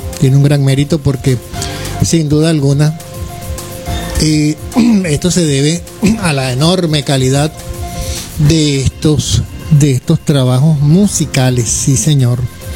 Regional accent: Venezuela; de nuestra cultura, de nuestra gentilicio como ciudadanos venezolanos

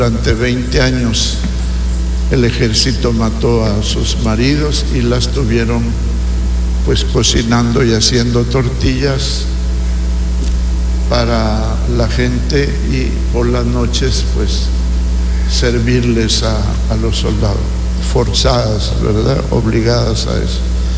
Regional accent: Teculután, Zacapa, Guatemala; soy de Teculután

